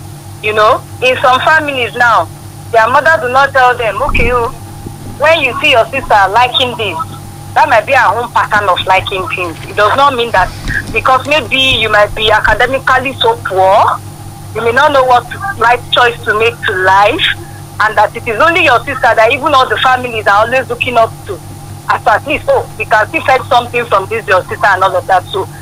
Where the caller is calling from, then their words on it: Ibadan, Oyo, Nigeria; calling from Ibadan.